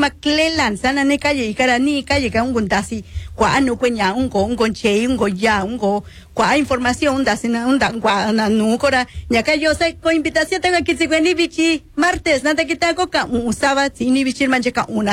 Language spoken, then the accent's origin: Spanish; Oaxaca, Mexico; moved away; pisar las tierras natales, sí. Ir hasta el pueblo donde naciste, esos bellos recuerdos que tienes de infancia.